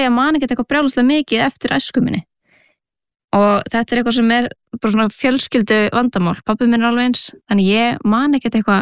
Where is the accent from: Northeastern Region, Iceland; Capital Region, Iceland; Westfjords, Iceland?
Capital Region, Iceland; Reykjavík; ég ólst upp eða fættist í Reykjavík og haf alltaf búið hér bjó fyrstu 7 ár æfuminar á Baldurskötunni neyri bæ og svona miðbæjar barn, mjög típist miðbæjar barn